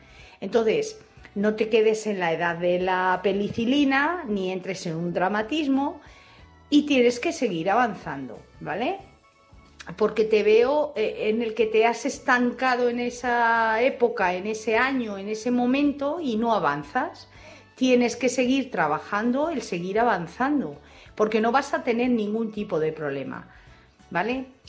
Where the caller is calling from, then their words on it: Madrid, Community of Madrid, Spain; de Madrid.